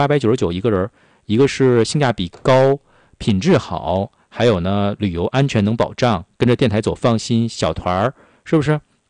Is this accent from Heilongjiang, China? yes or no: yes; Harbin, Heilongjiang, China; 咱们哈尔滨人还是很喜欢俄罗斯文化的，对不对？因为咱们有那么多的俄式风情的建筑啊